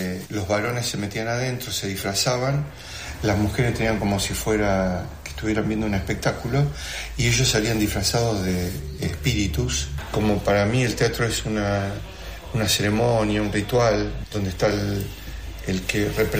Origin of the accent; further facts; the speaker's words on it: Rosario, Santa Fe, Argentina; born there; moved away as an adult; now in Ushuaia, Argentina; yo nací en Rosario, provincia de Santa Fe, no soy de Tierra del Fuego.